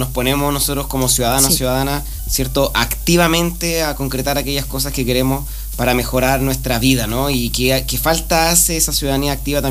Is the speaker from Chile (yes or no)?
yes; Chile; como chileno y chilena